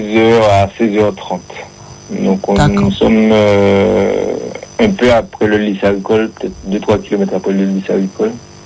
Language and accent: French; Les Abymes, Guadeloupe, France; Et moi, en fait, je suis originaire des Grands Fonds, Grand Fond des Abîmes.